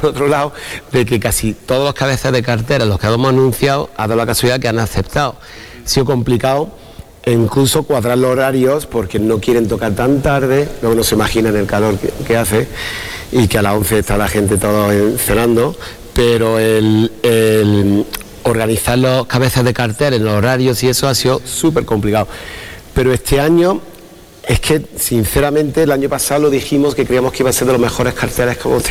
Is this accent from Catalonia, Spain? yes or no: no; Cazorla, Andalusia, Spain; soy de Cazorla